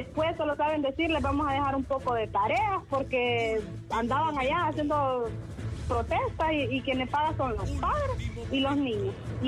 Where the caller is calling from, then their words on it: La Paz, Honduras; Le hablo de La Paz.